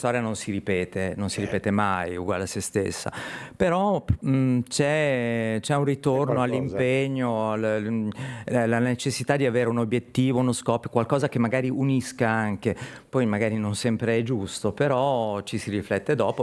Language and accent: Italian; Chiavari, Liguria, Italy; moved away; Sono chiavarese.